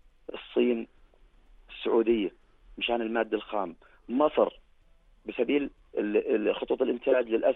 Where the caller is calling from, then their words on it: Karak Governorate, Jordan; وهنا عندنا بالكرك